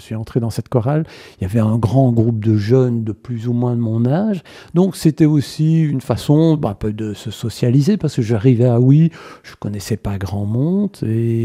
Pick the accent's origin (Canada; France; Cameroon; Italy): France; Saint-Séverin; also born or lived in Ouilly; J'ai grandi à Saint-Séverin, dans le Condreau. Mmh. J'ai vécu une dizaine d'années là-bas et puis mes parents ont déménagé à la Sarthe, à Ouilly.